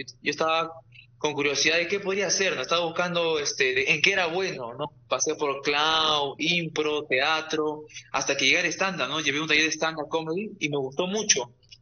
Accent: Lima, Peru; Yo soy comediante de Lima. Ahora estoy viviendo en La Victoria, en la parte de Yerbateros.

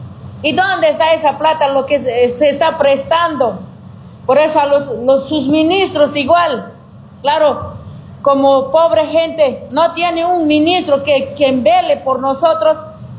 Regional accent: Bolivia; Nosotros somos bolivianos, de aquí vivimos

